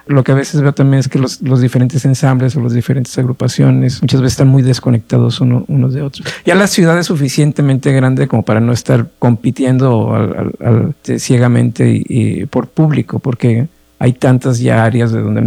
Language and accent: Spanish; Monterrey, Nuevo León, Mexico; estamos en Monterrey, crecimos en Monterrey. Monterrey no era tierra fértil y tenemos una gran ciudad